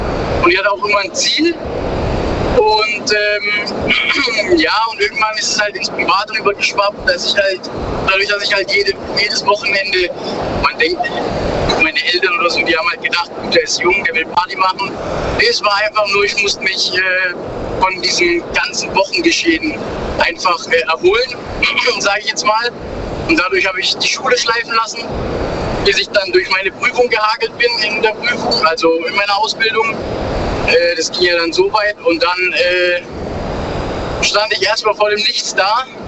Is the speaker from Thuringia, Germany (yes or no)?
no; Baden-Württemberg, Germany; ich komme aus der Nähe von Pforzheim, Karlsruhe, da die Gegend.